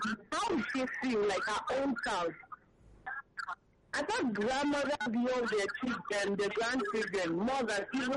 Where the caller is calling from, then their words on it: Abuja, Federal Capital Territory, Nigeria; I'm calling from Abuja.